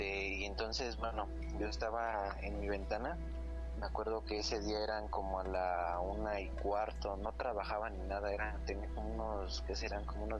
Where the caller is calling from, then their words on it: Ecatepec de Morelos, State of Mexico, Mexico; vivo aquí en Ecatepec de Morelos, soy de Tepetlac